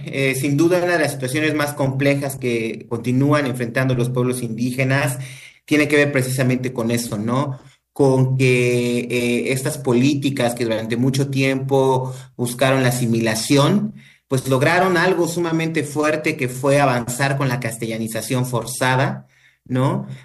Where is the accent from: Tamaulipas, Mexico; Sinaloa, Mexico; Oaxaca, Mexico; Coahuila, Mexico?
Oaxaca, Mexico; Santiago Matatlán; Te saludo desde aquí, desde Oaxaca. Yo soy originario de Santiago Matatlán, una comunidad que se encuentra en los valles centrales del estado, hablante del zapoteco, una de las lenguas que más se hablan en el estado